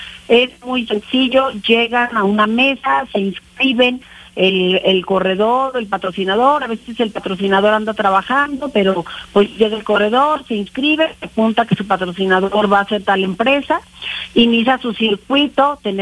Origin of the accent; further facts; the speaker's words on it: Zacatecas, Mexico; somos los zacatecanos